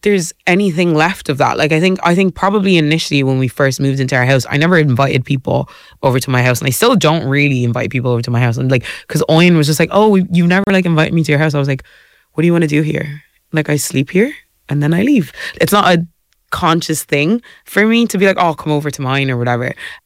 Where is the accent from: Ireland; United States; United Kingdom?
Ireland; moved away as an adult; I'm the Irish girl.